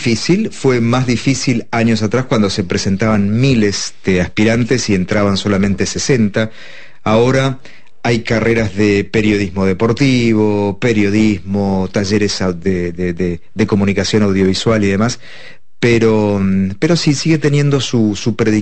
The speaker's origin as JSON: {"language": "Spanish", "town": "Mar del Plata", "region": "Buenos Aires Province", "country": "Argentina", "tie": "born or raised there", "said": "en Mar del Plata, en mi ciudad natal, mi familia escuchaba mucho la radio AM, onda media, ¿no?"}